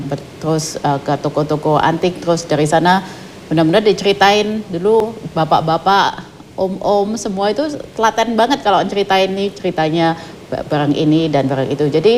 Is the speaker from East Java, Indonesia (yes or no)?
yes; Malang, East Java, Indonesia; saya aslinya kan orang Malang kan.